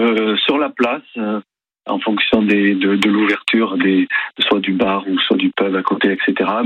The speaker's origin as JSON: {"language": "French", "town": "Bordeaux", "region": "Nouvelle-Aquitaine", "country": "France", "tie": "born or raised there", "lives_now": "Talence, France", "said": "moi maintenant je suis plutôt à Talence, mais bon, j'ai été étudiant sur Bordeaux, j'ai grandi à Bordeaux"}